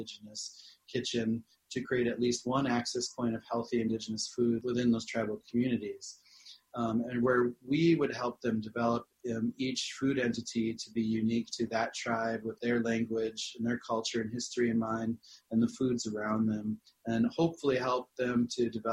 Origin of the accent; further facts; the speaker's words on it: Pine Ridge Reservation, South Dakota, United States; You know, from my own experience growing up on Pine Ridge Reservation, which has been the poorest community in the United States ever since its inception